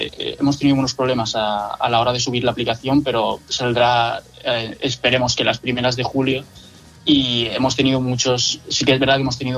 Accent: Alcoy, Valencian Community, Spain

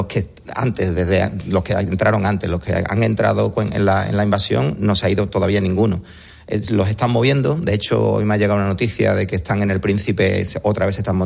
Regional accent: Ceuta, Spain; somos de Ceuta y somos así, no nos hemos hecho así porque vivimos al lado, sabemos de quién es nuestro vecino, sabemos que vivimos en una ciudad con muchos militares

